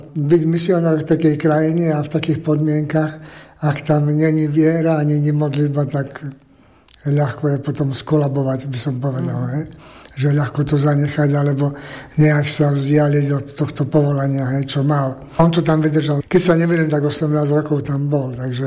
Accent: Zemplín, Slovakia; Ja som zo Zemplína

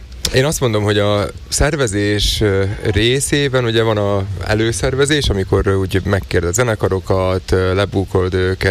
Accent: Slovakia; szlovákiai magyarok vagyunk

